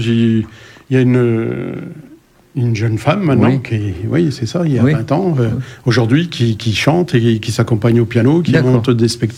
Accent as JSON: {"language": "French", "town": "Langres", "region": "Grand Est", "country": "France", "said": "Alors, moi, je viens de la région de Langres, dans l'est de la France."}